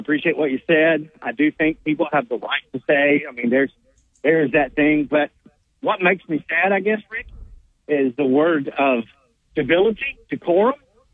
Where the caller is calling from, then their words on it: West Lafayette, Indiana, United States; I am calling you guys from West Lafayette, Indiana. I listen to the Buzz almost every day. I'm 10 minutes from Purdue University.